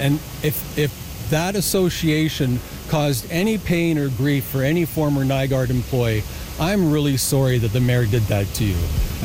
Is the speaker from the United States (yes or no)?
no; Canada; I'm very Canadian. I'm proud to be Canadian. I carry the Canadian flag very proudly